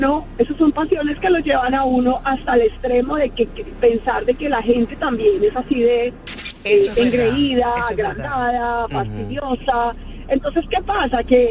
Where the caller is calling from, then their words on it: Colombia; Soy colombiana.